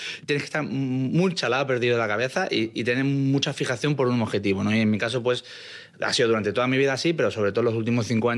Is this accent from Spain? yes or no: yes; Málaga, Andalusia, Spain; moved away as an adult; Yo soy de Málaga, obviamente, estudié el bachillerato en Málaga. Y cuando me iba a mudar, en el 2002 estamos hablando, estaba o Madrid, la Politécnica, o te tenías que ir a Barcelona.